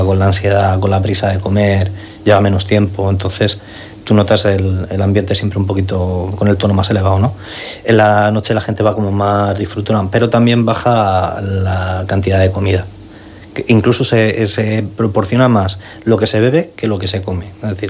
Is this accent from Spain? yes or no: yes; Madrid, Community of Madrid, Spain; Porque yo soy de Madrid, al final a veces me tira, ¿no? Y yo antes decíamos, ¿qué te comías antes? Yo en Madrid comía por la noche callos.